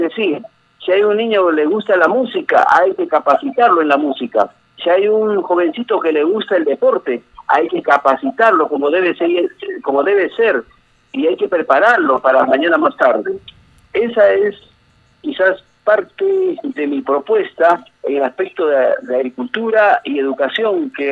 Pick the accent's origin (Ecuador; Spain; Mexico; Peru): Peru; Ancash; mi pueblo, a mi distrito, y quizás lograr ser el distrito modelo en la región Ancash